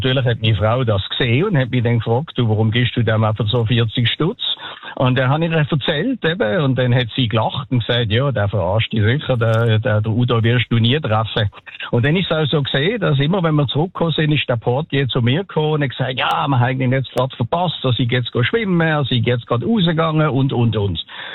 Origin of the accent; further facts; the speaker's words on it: Lucerne, Switzerland; hat mich gefragt, wo ich herkomme. Und dann hat er gesagt, aus Luzern.